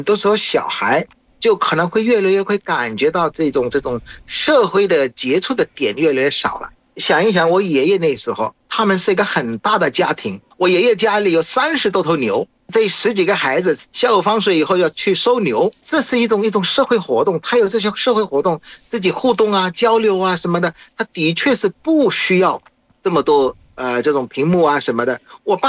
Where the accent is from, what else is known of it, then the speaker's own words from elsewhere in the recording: Bangladesh; Chinese is a second language; 我是来自于孟加拉国的